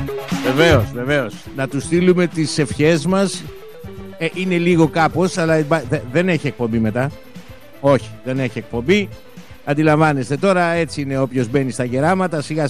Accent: Nafpaktos, Western Greece, Greece; born there; now in Patras, Greece; Καλημέρα στην Αύπακτο, τη γενέτειρά μου, την αρχόντισσα του Κορινθιακού, την Πανέμορφη.

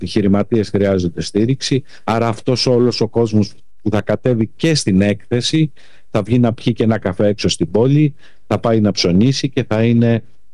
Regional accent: Western Greece, Greece; λόγω ότι είμαι από τη Δυτική Αχαΐα

